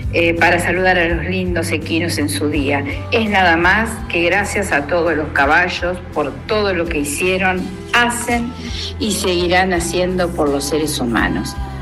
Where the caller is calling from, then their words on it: Buenos Aires, Argentina; de Barrio Norte